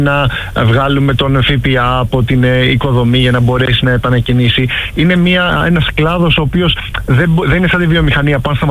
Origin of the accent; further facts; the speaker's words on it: Argos, Peloponnese, Greece; εγώ είμαι από το Άργος και το έχω και πηγαίνω τους 8 μήνες το χειμώνα και τους 4 μήνες το καλοκαίρι το δίνω